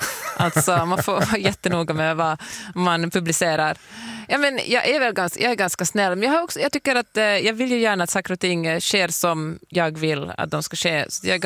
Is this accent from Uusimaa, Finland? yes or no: yes; Helsinki, Uusimaa, Finland; now in Los Angeles, United States; Jag känner mig hemma i Helsingfors. Ibland när jag kommer till Helsingfors, trots att jag har bott borta så länge, så känner jag alltså vad... allt är så bekant